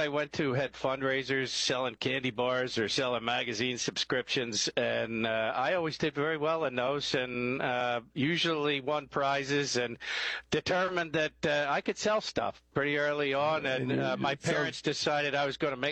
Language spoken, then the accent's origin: English; Pennsylvania, United States; Outside of Philadelphia in rural Pennsylvania, I have three brothers. I am the oldest and the trailblazer.